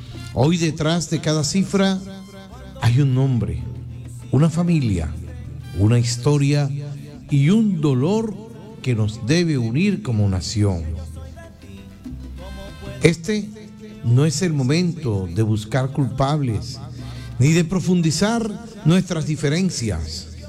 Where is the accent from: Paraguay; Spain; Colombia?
Colombia; Somos colombianos, somos un pueblo trabajador, valiente, solidario, resiliente.